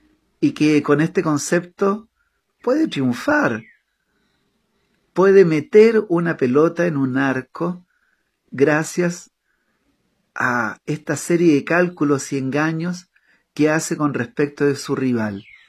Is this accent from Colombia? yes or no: no; Chile; moved away as an adult; now in Paraguay; yo soy chileno, pero no me digan chileno a secas, porque yo llevo 14 años viviendo en Paraguay